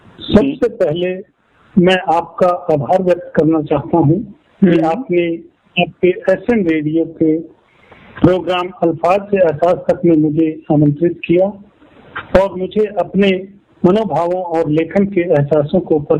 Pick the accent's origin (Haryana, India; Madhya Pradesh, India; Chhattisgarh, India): Haryana, India; Adhomajra; now in Ambala, India; मेरा गांव अधोमाजरा है परंतु अब मैं अंबाला शहर में रहता हूँ।